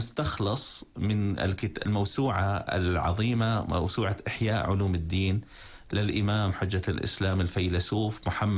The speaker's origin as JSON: {"language": "Arabic", "country": "Syria", "said": "ونحن سوريين وطموحين."}